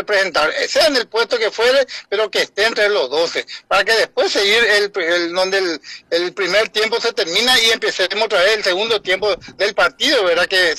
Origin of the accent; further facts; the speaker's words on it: Carapeguá, Paraguarí, Paraguay; somos, antes que nada, pues, paraguayos, somos hijos de Dios, y antes que nada somos hermanos